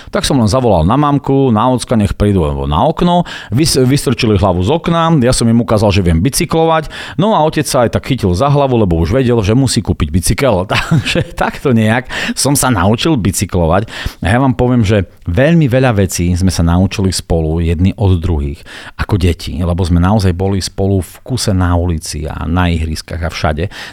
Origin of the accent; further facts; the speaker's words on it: Bardejov, Prešov Region, Slovakia; ja pochádzam z Bardejova a ešte z takej bytovky, ktorá sa volala K5-ka